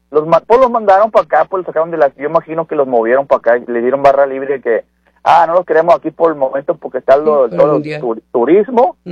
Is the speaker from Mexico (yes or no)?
yes; Mexico; Para todos los que somos mexicanos